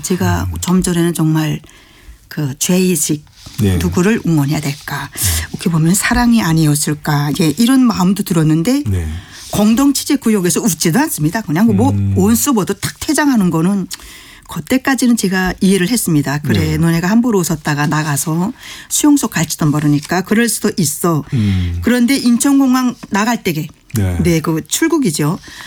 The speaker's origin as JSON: {"language": "Korean", "country": "North Korea", "moved": "yes", "lives_now": "South Korea", "said": "저는 한 번도 북한에서 떠난 탈북민으로서"}